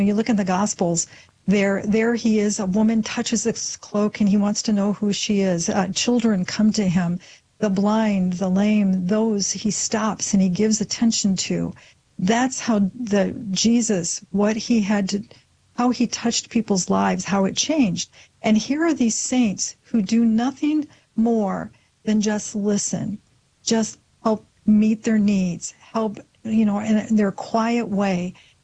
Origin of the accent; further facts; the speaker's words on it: Grand Rapids, Michigan, United States; because I grew up in Grand Rapids, Michigan